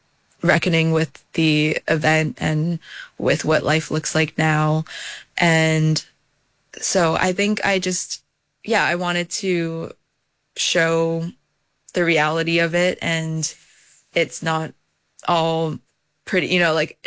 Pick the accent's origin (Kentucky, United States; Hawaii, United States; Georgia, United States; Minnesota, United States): Hawaii, United States; because I'm from Oahu and the fire was on Maui